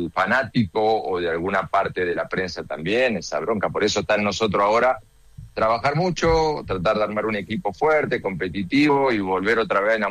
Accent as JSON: {"language": "Spanish", "country": "Argentina", "moved": "as an adult", "said": "cómo gestionamos los argentinos"}